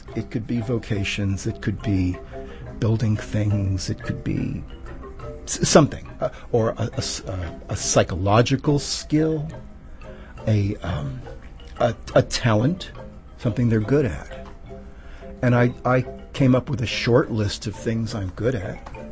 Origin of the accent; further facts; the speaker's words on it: Hoboken, New Jersey, United States; a lot of 19th century baseball was played in my hometown of Hoboken.